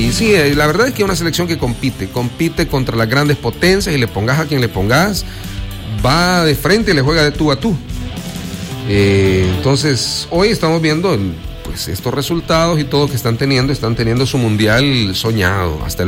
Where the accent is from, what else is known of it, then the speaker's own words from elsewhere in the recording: El Salvador; gente que despotrica en contra de nuestro país y o sea, de verdad, más parece que odia a este país siendo salvadoreño.